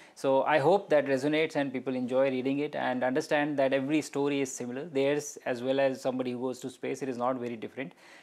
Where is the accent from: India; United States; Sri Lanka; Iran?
India; Lucknow, Uttar Pradesh; now in Delhi, India; Then I'm from Lucknow, sitting here in Delhi, right?